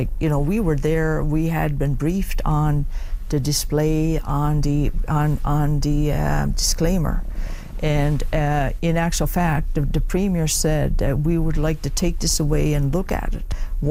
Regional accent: Makkovik, Newfoundland and Labrador, Canada; in actual fact, I'm from Northern Labrador. I'm born and raised in Mokovic. You know, I am a member of Nunatsivut Inuit.

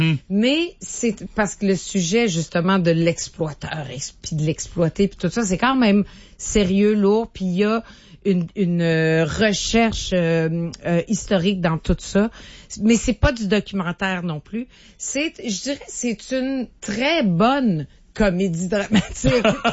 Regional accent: New Richmond, Quebec, Canada; moved away; Moi, je viens de New Richmond en Gaspésie.

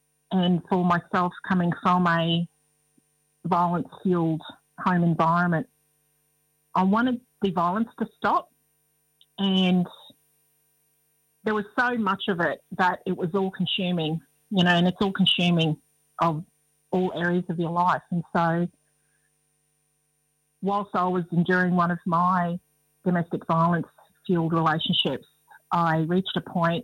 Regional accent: Queensland, Australia; also born or lived in Torres Strait Islands; I hail from the Nawagi Aboriginal Tribal Group, north of Goorambulbah, which is the traditional name for Townsville in North Queensland, and that's my mother's country up there.

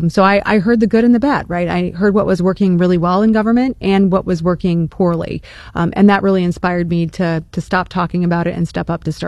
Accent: Des Moines, Iowa, United States; Born and raised in the Des Moines area. So that's where I graduated from high school, Valley. So I'm a Valley girl, if you want to call me that. But really enjoyed my upbringing here in Iowa.

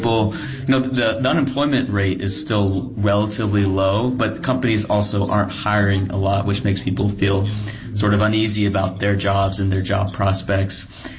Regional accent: Austin, Texas, United States; I'm from Austin.

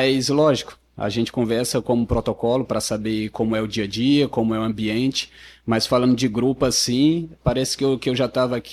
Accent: Sobral, Ceará, Brazil; also born or lived in Rio de Janeiro; É que eu fui criado em Sobral. Eu nasci no Rio de Janeiro, mas fui criado em Sobral.

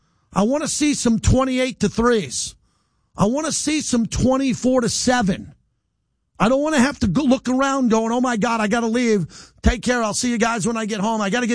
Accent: New York, United States; also born or lived in San Francisco / Los Angeles; And I lived in San Francisco and L.A., and I'm from New York.

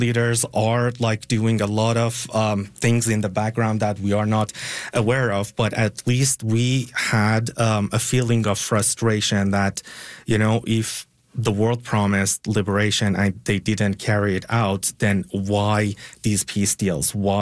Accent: Iran; moved away; my hometown is in south of Iran

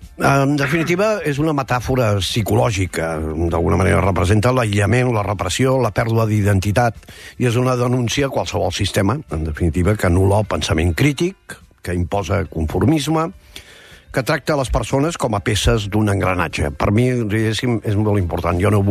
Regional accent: Vic, Catalonia, Spain; Jo sóc de Vic, també cal dir-ho, la ciutat dels Sants, vull dir, família de capellans també, doncs, sobretot per part de la meva mare, alemanys

